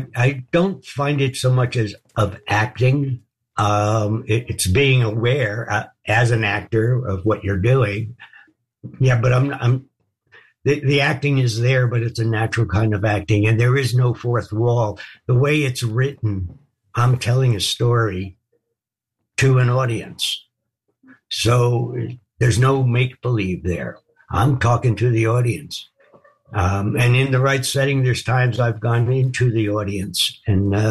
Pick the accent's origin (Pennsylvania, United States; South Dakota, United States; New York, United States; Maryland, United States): New York, United States; Growing up in New York, I grew up in New York.